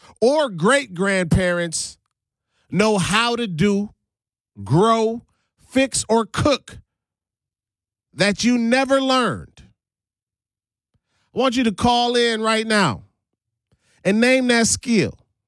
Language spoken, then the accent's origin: English; St. Thomas, U.S. Virgin Islands; So I'm born and raised in St. Thomas, the U.S. Virgin Islands. Very strong Caribbean culture.